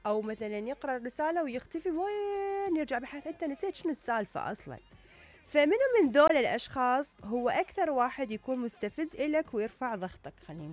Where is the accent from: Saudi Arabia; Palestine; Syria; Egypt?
Syria; يعني أنا شخصيا سوري يعني ما أقدر أطيق هذا الموضوع بصراحة.